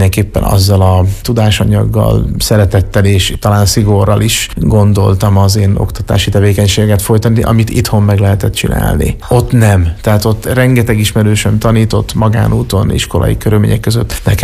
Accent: Kecskemét, Bács-Kiskun, Hungary; born there; Tehát Kecskeméten születtem, ott nyilván azért az általános iskola vége felé.

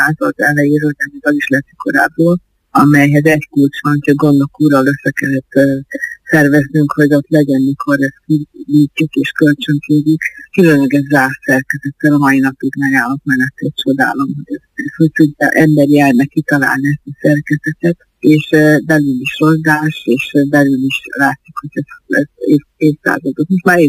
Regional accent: Tiszáninnen, Hungary; gyerekkoromban ugye Tiszán innen is vagyok, és ott a parókián ott volt az édesapám szobájában az egyházláda.

